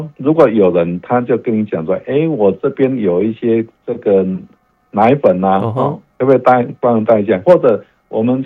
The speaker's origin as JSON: {"language": "Chinese", "country": "Taiwan", "said": "我们台湾人"}